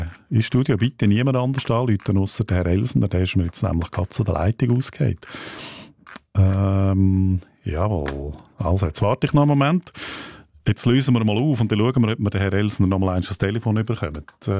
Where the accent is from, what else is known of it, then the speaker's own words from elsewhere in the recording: Aargau, Switzerland; Wir sind ja beide Aargauer.